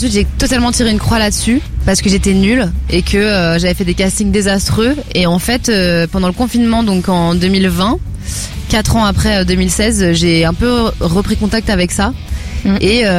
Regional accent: Lyon, Auvergne-Rhône-Alpes, France; que moi je viens de Lyon.

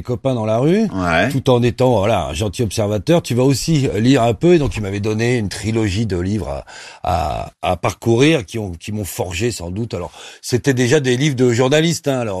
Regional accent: Pantin, Île-de-France, France; Ouais, j'ai grandi à Pantin.

